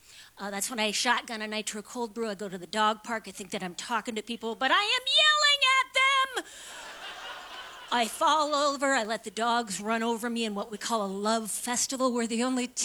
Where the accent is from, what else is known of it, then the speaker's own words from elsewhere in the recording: Duluth, Minnesota, United States; I'm from Duluth.